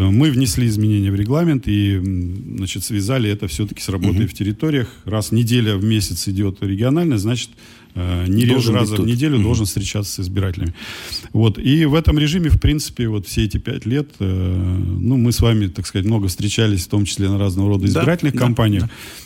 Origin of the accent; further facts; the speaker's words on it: Yekaterinburg, Sverdlovsk Oblast, Russia; как екатеринбуржец, как уралец